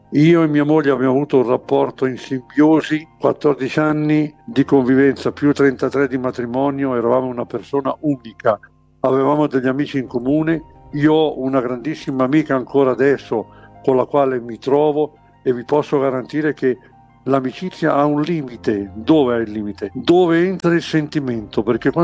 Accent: Rovato, Lombardy, Italy; born there; also born or lived in Milan; Sono nato a Rovato, in provincia di Brescia, nel 1955, e inizialmente ero ipovedente

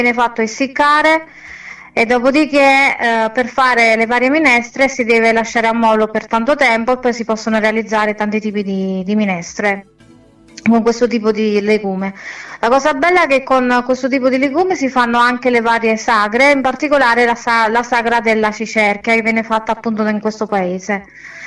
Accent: Campodimele, Lazio, Italy; Diciamo queste sono un po' le mie origini, da dove provengo.

